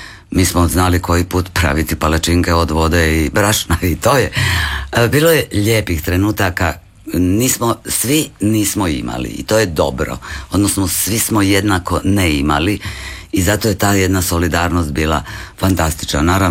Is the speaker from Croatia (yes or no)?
yes; Siverić, Šibenik-Knin County, Croatia; moved away as an adult; Nekako svi smo išli studirati u Zagreb nakon te Drniške gimnazije.